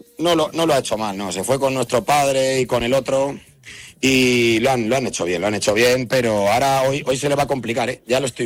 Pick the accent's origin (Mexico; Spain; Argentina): Spain; Madrid, Community of Madrid; Que yo vengo de Madrid, aposta para vigilarle que hoy es fiesta allí, ¿sabes?